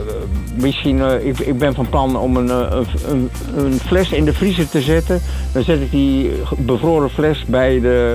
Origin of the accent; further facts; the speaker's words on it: Overijssel, Netherlands; moved away; Ik ben oorspronkelijk Twentenaar.